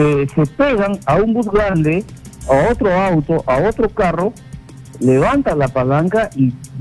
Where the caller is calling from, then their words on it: Lima, Peru; Ahorita estoy por el centro de Lima.